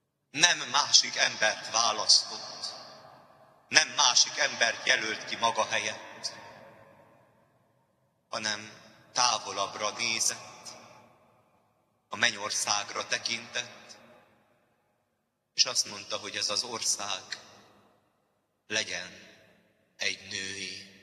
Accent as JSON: {"language": "Hungarian", "country": "Hungary", "said": "Igenis, magyarok vagyunk."}